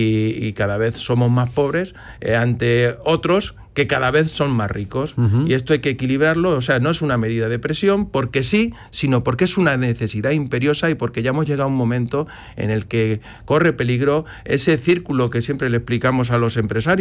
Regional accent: Ciudad Real, Castilla-La Mancha, Spain; Yo vengo de Ciudad Real y ya lo hacían en su tiempo.

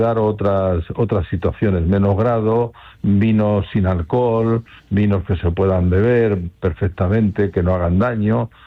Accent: Spain; nosotros los españoles

